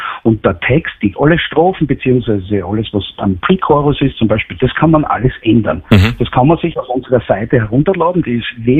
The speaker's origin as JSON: {"language": "German", "region": "Styria", "country": "Austria"}